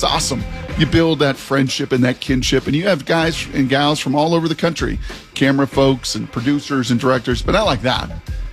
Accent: Puyallup, Washington, United States; moved away; Like, I'm from Puyallup. There was no diversity.

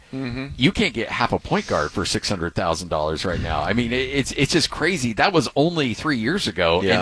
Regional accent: Idaho, United States; growing up in the middle of nowhere, Idaho

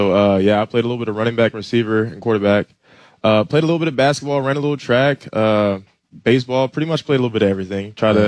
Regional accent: Mobile, Alabama, United States; I'm originally from Mobile, Alabama.

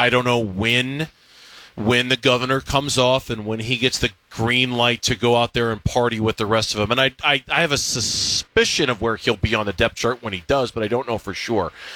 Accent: Arizona, United States; I just wanted to confirm where you grew up, because I grew up here in Arizona.

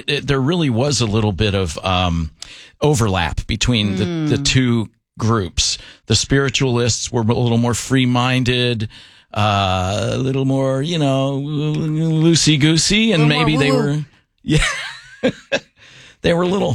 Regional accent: Ohio, United States; born there; Bad things happen in Ohio. I was born in Ohio.

